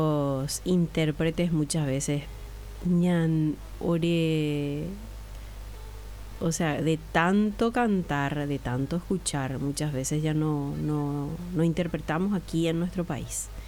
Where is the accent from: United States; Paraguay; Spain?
Paraguay; first language Guarani; Spanish is a second language; nosotros somos los que tenemos como un idioma más del 80% de la población habla guaraní.